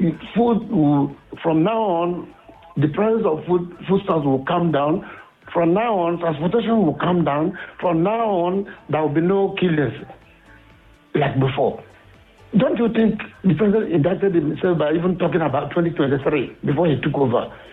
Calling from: Awoya, Nigeria; I'm calling from Awoya.

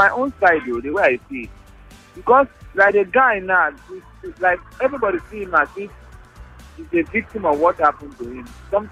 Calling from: Lagos, Nigeria; I'm calling from Ikoyi.

